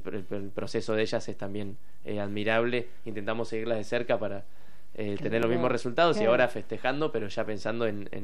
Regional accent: Argentina; moved away as an adult; yo soy argentino, estoy jugando en China

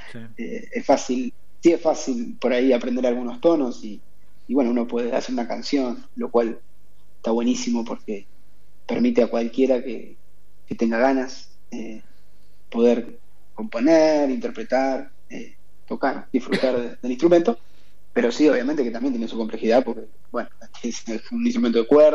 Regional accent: Chacabuco, Buenos Aires Province, Argentina; moved away as an adult; now in La Plata, Argentina; yo soy de Chacabuco

